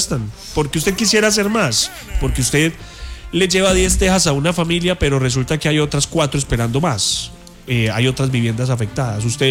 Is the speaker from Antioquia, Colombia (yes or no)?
no; Pereira, Risaralda, Colombia; born there; also born or lived in Circasia, Quindío; A los 2 añitos de nacido, mi señor padre dijo, no, nos vamos para Pereira, y aquí ya llevamos ya 43 años viviendo en esta hermosa ciudad. Pero yo me siento muy orgulloso, me siento un pereirano más, y me siento cada día después de esta tragedia más orgulloso de ser pereirano.